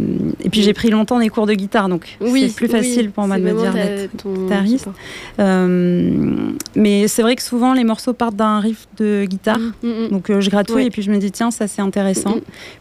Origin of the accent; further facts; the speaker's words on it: Bordeaux, Nouvelle-Aquitaine, France; Enfin, moi, je suis bordelaise.